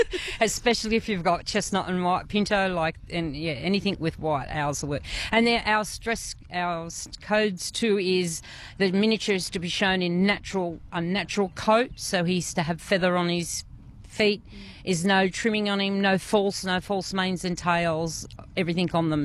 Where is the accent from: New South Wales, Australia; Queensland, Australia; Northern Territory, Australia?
New South Wales, Australia; Gunnedah; I'm from Gunnedah, and been breeding miniature ponies for about 30 years.